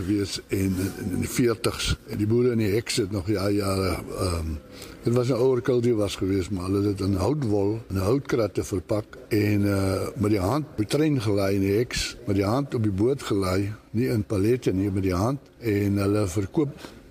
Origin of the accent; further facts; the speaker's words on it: Namibia; ek is gebore in Namibië en groot geword, en een van vier seuns.